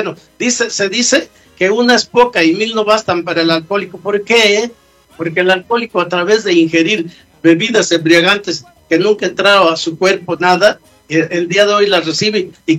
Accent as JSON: {"language": "Spanish", "region": "Mexico City", "country": "Mexico", "lives_now": "United States", "said": "Nosotros, en este caso yo en lo personal, vengo de la Ciudad de México, aquí a Estados Unidos"}